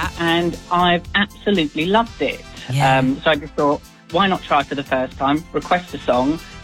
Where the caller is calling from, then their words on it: Loughborough, East Midlands, United Kingdom; I'm speaking from Loughborough.